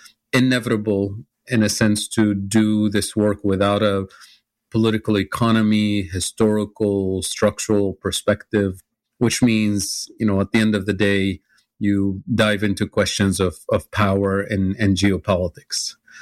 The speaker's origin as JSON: {"language": "English", "country": "Tunisia", "lives_now": "Ohio, United States", "said": "I teach economics at Denison University in Ohio. I'm originally from Tunisia"}